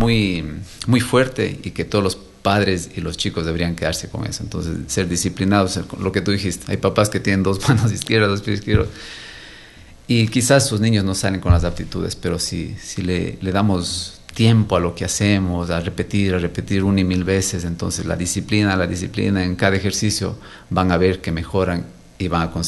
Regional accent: Gualaquiza, Morona Santiago, Ecuador; yo soy de Gualaquiza.

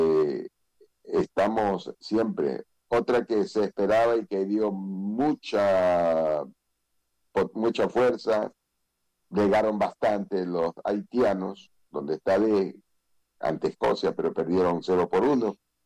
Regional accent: Ecuador; digo ganamos porque somos ecuatorianos

